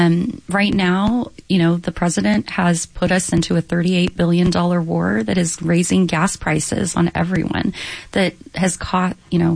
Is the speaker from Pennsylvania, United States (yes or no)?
no; Corpus Christi, Texas, United States; moved away; Growing up in Corpus